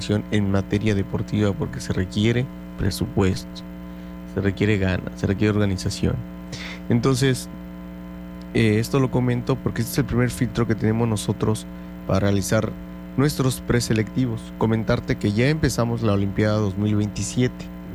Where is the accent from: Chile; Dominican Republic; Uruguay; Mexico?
Mexico; Yo soy mexicano